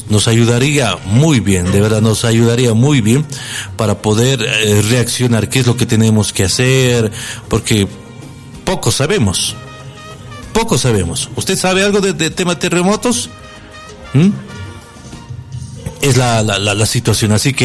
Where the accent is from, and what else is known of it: Bolivia